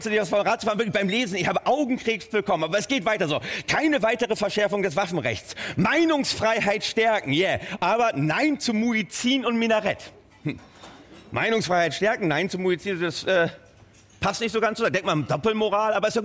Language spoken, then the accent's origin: German; Lower Saxony, Germany; Nein, ich komme ja aus Niedersachsen, ne? Hinter jeder Idylle lauert die Gülle. Du, ja. Meine Heimat Oldenburger Land